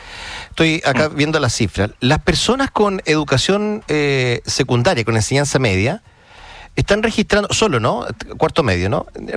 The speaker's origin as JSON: {"language": "Spanish", "town": "San Rosendo", "region": "Biobío", "country": "Chile", "lives_now": "Santiago, Chile", "said": "yo vengo de San Rosendo a vivir en la capital."}